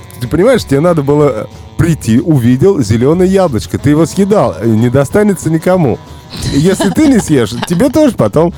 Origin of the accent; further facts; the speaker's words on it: Novovoronezh, Voronezh Oblast, Russia; я вырос на БАМе, здесь, в Нововоронеже.